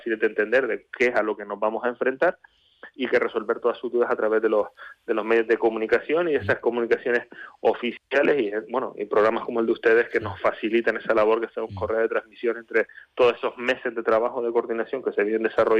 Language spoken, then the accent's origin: Spanish; Canary Islands, Spain; como sabemos hacerlo los canarios.